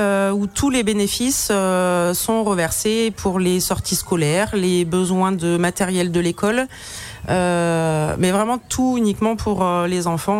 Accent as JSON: {"language": "French", "town": "Saint-Clément", "country": "France", "tie": "born or raised there", "said": "Après je suis née dans ce village. Je suis d'ici de Saint-Clément depuis que je suis toute petite."}